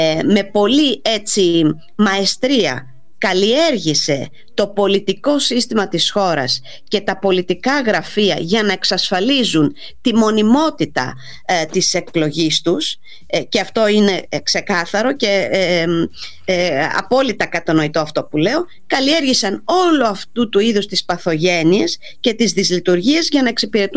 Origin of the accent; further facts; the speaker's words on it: Greece; προσωπικά ως Ελληνίδα και ως μέλος αυτής της κοινωνίας